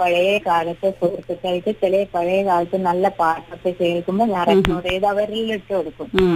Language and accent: Malayalam; Payyanur, Kerala, India; moved away as an adult; now in Kadavallur, India; എന്റെ നാട് കണ്ണൂരാണ്.